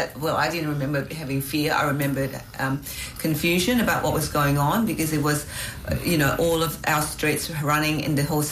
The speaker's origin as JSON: {"language": "English", "country": "Australia", "said": "I see myself as an Australian first. My heritage is not that I'm dismissing it, but it is my heritage, and I'm proud of my Vietnamese heritage."}